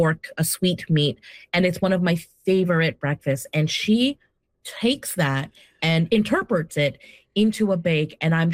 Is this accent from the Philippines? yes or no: yes; Philippines; Justine is Filipina. I am Filipina. Yes. So we share that.